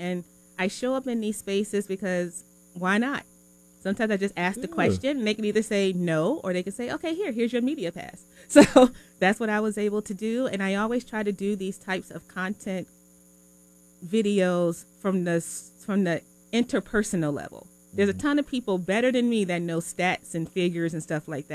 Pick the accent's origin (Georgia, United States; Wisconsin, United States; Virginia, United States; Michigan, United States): Michigan, United States; Detroit; now in Seattle, United States; I'm from Detroit. I'm from Hockey Town.